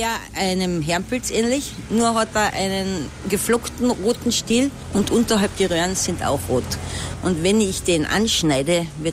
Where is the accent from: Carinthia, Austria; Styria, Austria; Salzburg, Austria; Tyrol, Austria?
Carinthia, Austria; Bei uns in Kärnten heißen sie dann Nagerlern.